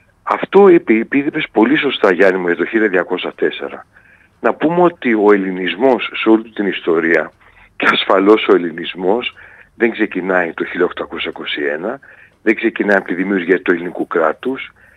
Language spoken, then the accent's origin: Greek; Ionian Islands, Greece; τα Επτάνησα, την ιδιαίτερη πατρίδα μου, Κέρκυρα και Κεφαλονιά, που τα ξέρω πολύ καλά